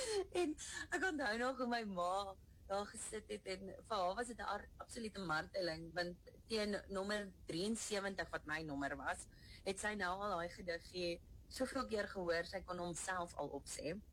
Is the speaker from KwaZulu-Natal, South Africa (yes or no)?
no; Muldersdrift, Gauteng, South Africa; maar voor dit het ek maar op 'n plot in Mildersdrif groot geword. Ek was maar 'n plotkind, kaalvoet in die bos rondgehol.